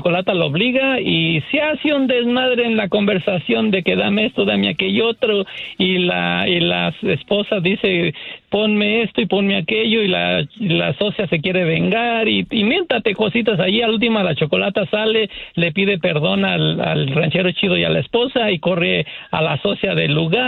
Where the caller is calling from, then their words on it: Montebello, California, United States; Aquí de la ciudad de Bella de Montebello